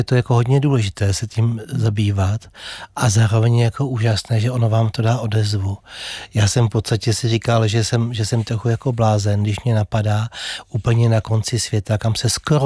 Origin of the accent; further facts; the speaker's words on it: Kladno, Central Bohemian Region, Czechia; moved away; o mém rodném domě v Kladně Slánská 316